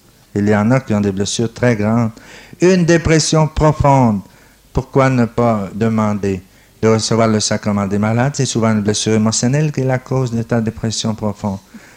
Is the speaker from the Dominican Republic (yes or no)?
yes; Dominican Republic; au moins chez nous, en République dominicaine, j'étais très malade de tuberculose